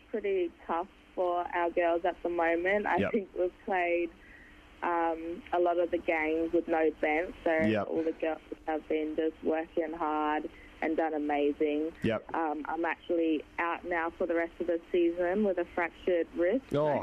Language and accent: English; Northern Territory, Australia; born there; also born or lived in Darwin / Halls Creek, Kimberley / South Australia; now in Perth, Australia; I was born in Darwin on Larrakia land, adopted and grew up by the Yolngu mob in northeast Arnhem land. My bloodline, Halls Creek, I'm a Jaru woman from Halls Creek, Kimberley region, and went to school down south with Kaurna people, and now here in Perth